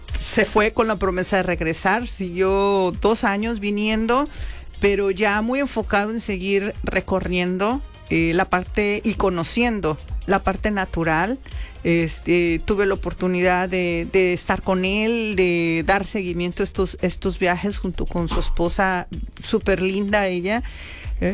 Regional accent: Mexico; De las personas que escribimos, tres somos mexicanos

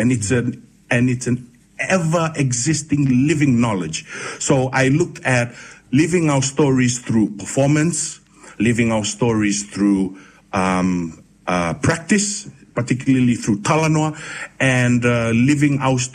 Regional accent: Fiji; You know, having been born and raised in Fiji, I always yearned for a connection to Rotuma, and I always needed that sort of grounding of who I was as a Rotuman navigating myself in the world.

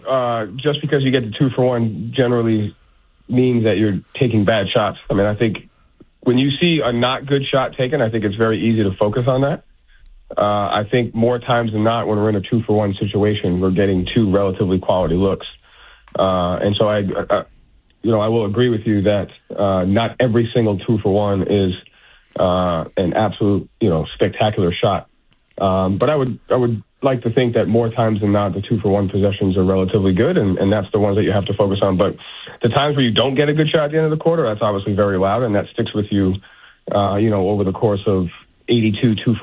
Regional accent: New England, United States; I mean, you know, we're all from New England. You know, we all grew up being short being relatively a-holes.

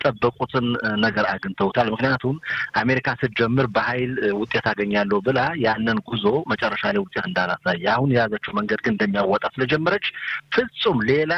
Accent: Gondar, Amhara, Ethiopia; ያደግኩበትን እንዴት ነው ያደግኩበት የተወለድኩበትን ቦታ ጨዋሄድ፣ ጎንደር ሲባል ጨዋሄድ አገር ጨዋሄድ የሚል ሰማሁና

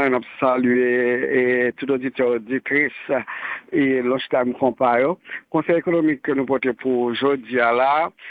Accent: Haiti; non seulement font en tant qu'haïtien, mais encore tout pas montre valeur en tant qu'haïtien, comme un diamant qui a brillé.

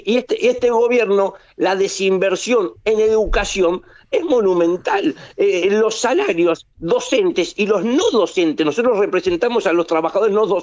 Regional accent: Argentina

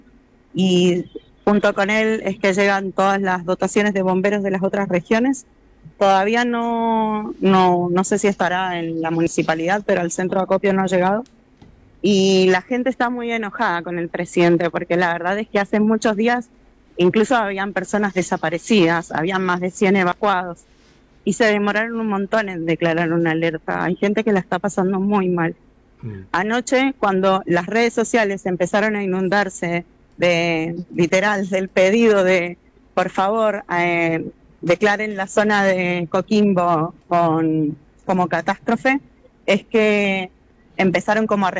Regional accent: Argentina; moved away as an adult; now in Chile

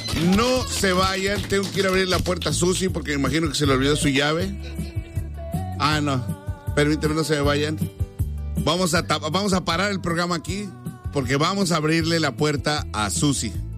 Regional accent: Mexico; moved away; siempre en México, no sé en Colombia, pero siempre tenemos una gordita en salchichonería

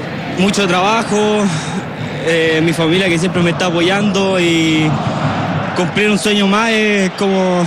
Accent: Pucón, Araucanía, Chile; A toda la gente de Pucón, a todos los quiero mucho.

